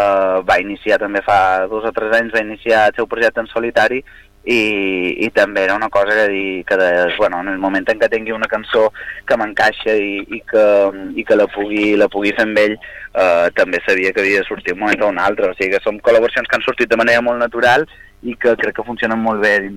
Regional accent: Santa Maria del Camí, Balearic Islands, Spain; tocaré a Santa Maria del Camí, en el meu poble, que són festes patronals

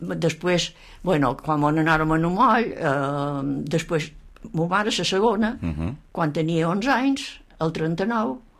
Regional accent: Pollença, Balearic Islands, Spain; Jo som pollencina, mon mare era pollencina i mon pare era de Palma. Vaig néixer a Pollença, n'esquerra i Mallorca.

